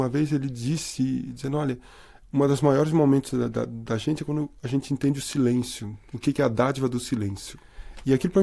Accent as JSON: {"language": "Portuguese", "country": "Brazil", "tie": "born there", "also_born_or_lived": "France", "said": "Mas quando a gente voltou pro Brasil, eu cresci no meio de teatro, né?"}